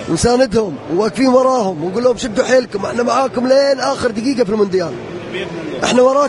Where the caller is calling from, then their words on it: Qatar